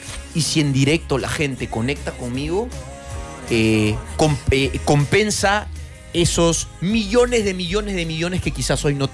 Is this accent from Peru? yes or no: yes; Peru; moved away as an adult; now in Spain; si yo he llegado a España como peruano a tocar puertas, a tener un reto muy grande